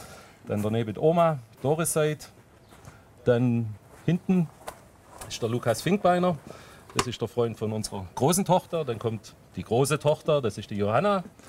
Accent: Thuringia, Germany; moved away; Also ich bin Freistaat Thüringen.

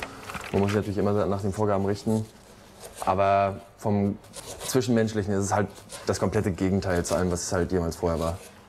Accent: East Germany, Germany; now in Hamburg, Germany; Ich bin Ossi und rede gar nicht mit so einem komischen Dialekt.

